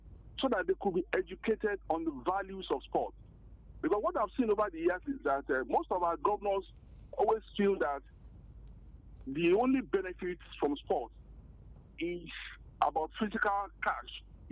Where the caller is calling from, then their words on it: Abeokuta, Ogun, Nigeria; I'm calling from Abeokuta.